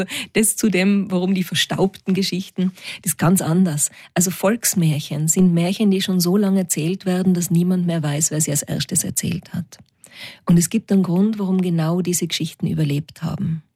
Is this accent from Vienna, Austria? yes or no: no; Innsbruck, Tyrol, Austria; accent: Tirolerisch; Und dann natürlich Tirolerisch, klar, ich bin in Innsbruck aufgewachsen. Also kein wilder Dialekt, aber doch Mundart.